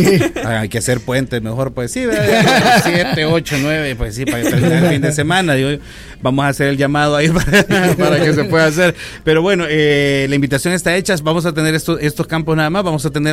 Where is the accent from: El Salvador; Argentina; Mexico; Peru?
El Salvador; San Salvador; como san salvadoreños que somos.